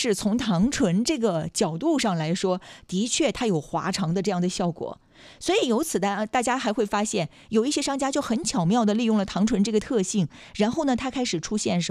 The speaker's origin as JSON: {"language": "Chinese", "country": "China", "said": "我们中国人"}